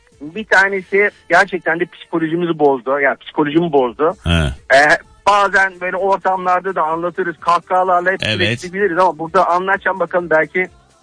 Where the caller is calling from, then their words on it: Istanbul, Turkey; Biz İstanbul'dan, Avcılar'dan